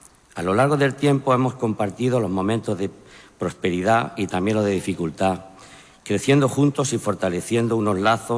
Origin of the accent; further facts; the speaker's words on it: Andújar, Andalusia, Spain; born there; Yo nací en Andújar hace 59 años